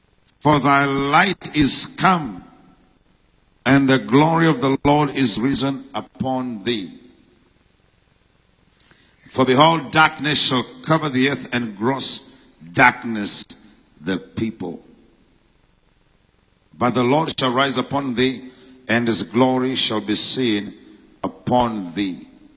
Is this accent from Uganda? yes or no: yes; Uganda; I'm from Uganda. I was born and raised in Uganda, Africa.